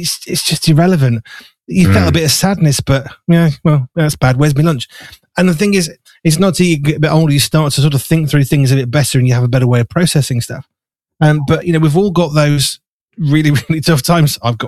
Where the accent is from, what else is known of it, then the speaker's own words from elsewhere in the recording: Wolverhampton, West Midlands, United Kingdom; I grew up in Wolverhampton.